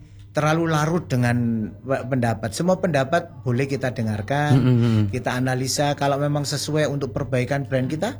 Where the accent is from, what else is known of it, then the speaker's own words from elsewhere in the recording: Karangploso, East Java, Indonesia; Jadi saya di Karangploso juga, daerah yang mulai berkembang sebenarnya, salah satu di Kabupaten Malang yang berkembang.